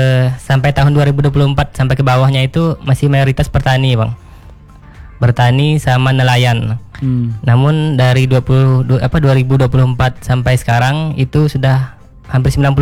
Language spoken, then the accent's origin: Indonesian; Sintang, West Kalimantan, Indonesia; now in Pontianak, Indonesia; Kecil dari Sintang, tepatnya di Kecamatan Serawai, Bang.